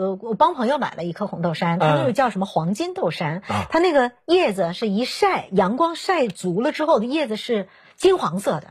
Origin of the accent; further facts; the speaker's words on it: Northeast China, China; 一部分咱们东北会种橡树